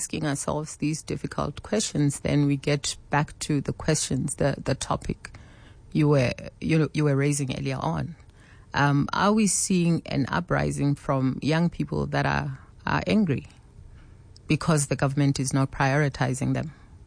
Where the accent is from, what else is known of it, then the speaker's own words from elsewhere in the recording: Sharpeville, Gauteng, South Africa; also born or lived in Sasolburg; I grew up in Sharpeville, mixture of Sasolburg also. That's where my father is from. And yeah, I'm a Vaal girl through and through.